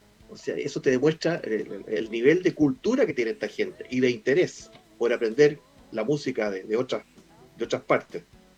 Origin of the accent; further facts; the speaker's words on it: Valparaíso, Chile; born there; Yo nací en Valparaíso y viví algunos periodos de mi niñez en casa de mi abuelo